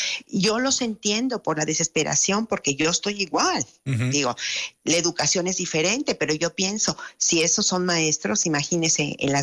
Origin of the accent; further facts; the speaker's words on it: Mexico; Y me siento como mexicana tan impotente, tan impotente.